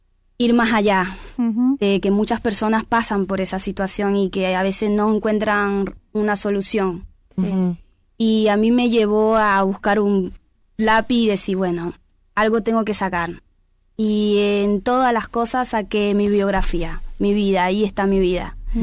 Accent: Venezuela; moved away as an adult; now in Pehuajó, Argentina; muchos venezolanos no salen de nuestro país buscando un futuro mejor.

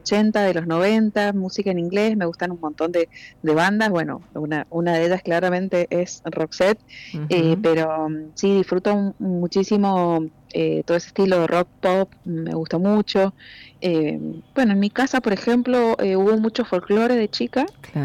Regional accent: Mendoza, Argentina

